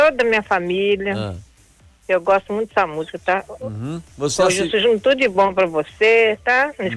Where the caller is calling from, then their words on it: Miradouro, Minas Gerais, Brazil; Sou da Fazenda Águas Claras, Miradouro.